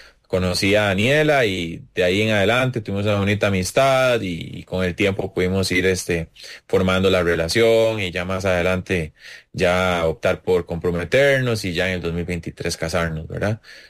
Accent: San José, Costa Rica; y la zona de acá de donde somos, de Brasil de Mora

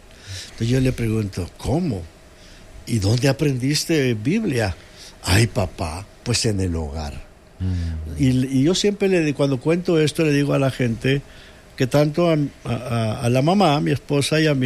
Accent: Yucatán, Mexico; also born or lived in Costa Rica; Una vez decidimos dejar de vivir aquí en Costa Rica y nos fuimos a México, a Yucatán, de donde soy

